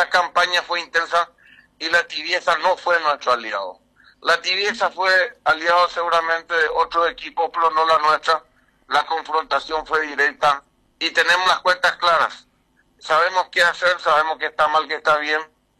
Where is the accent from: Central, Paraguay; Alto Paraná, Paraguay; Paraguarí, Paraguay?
Paraguarí, Paraguay; Carapeguá; quiero verla a mi pueblo hermosa